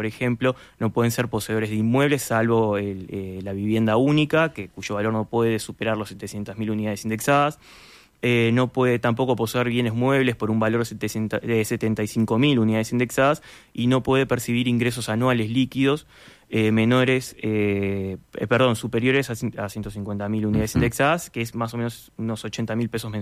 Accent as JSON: {"language": "Spanish", "country": "Uruguay"}